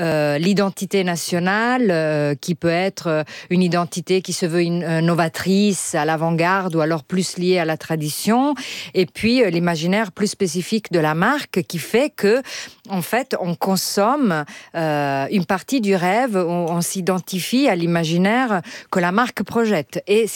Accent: Italy; je suis italienne, en Italie c'est à peu près la même chose

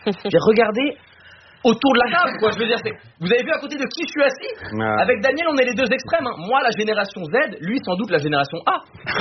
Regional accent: Switzerland; Je vous rappelle que moi je suis suisse.

